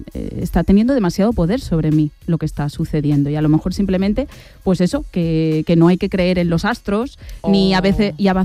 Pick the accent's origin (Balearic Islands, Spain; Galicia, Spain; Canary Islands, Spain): Balearic Islands, Spain; Calvià; born or raised there